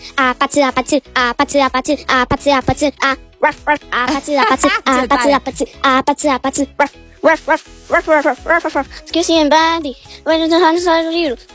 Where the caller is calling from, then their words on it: Brăila, Brăila County, Romania; 9 ani și sunt din Brăila.